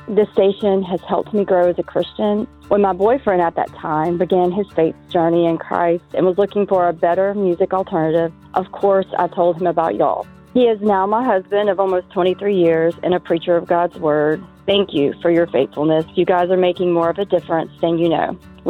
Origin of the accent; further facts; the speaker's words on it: Picayune, Mississippi, United States; from Picayune, Mississippi